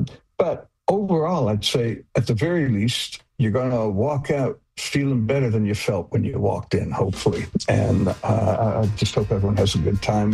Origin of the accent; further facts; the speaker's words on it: Detroit, Michigan, United States; So we listened to that. We thought, well, we're from Detroit. We certainly know how to do that.